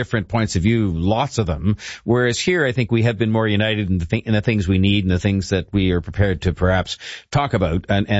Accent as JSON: {"language": "English", "country": "Canada", "said": "I'm a Canadian, and you are, and we're maybe sort of biased in terms of what we read and how much we read."}